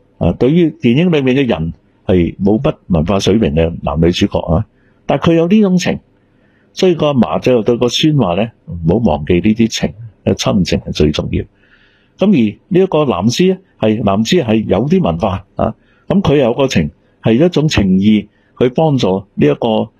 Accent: Singapore; 系我哋而家唔系中国人嚟噶，我系新加坡人。

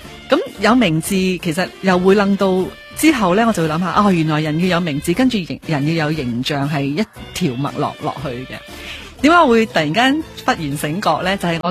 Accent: China; 因為我哋中國人嗰啲聲調咧，有時啲排位啲字唔夠響啊

